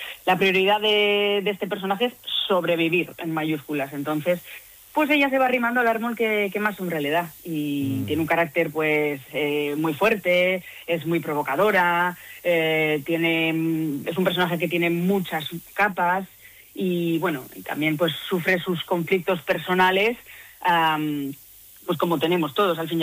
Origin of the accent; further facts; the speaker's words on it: Basque Country, Spain; cómo somos los vascos, ¿eh?